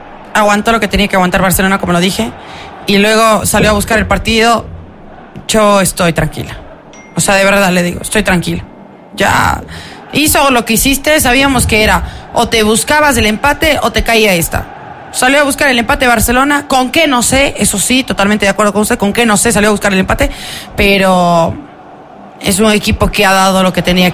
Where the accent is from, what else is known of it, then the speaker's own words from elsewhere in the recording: Ecuador; no estoy hablando como ecuatoriana